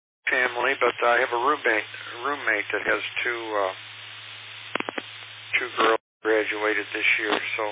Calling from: Sylvania, Ohio, United States; Very light rain here in Sylvania.

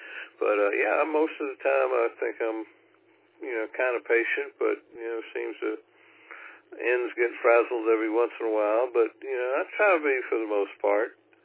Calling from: Woodstock, Georgia, United States; It's 72 in Woodstock, Georgia right now

